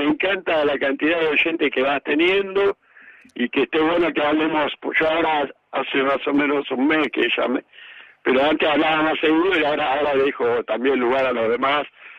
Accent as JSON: {"language": "Spanish", "town": "Mar del Plata", "region": "Buenos Aires Province", "country": "Argentina", "tie": "born there", "said": "Nací en Mar del Plata, he tenido la oportunidad de viajar"}